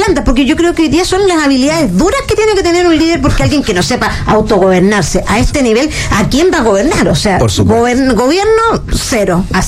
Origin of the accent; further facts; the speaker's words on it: Chile; Que igual uno se siente mal a veces de decir soy chileno, porque está ese sello de que el que roba en Europa es chileno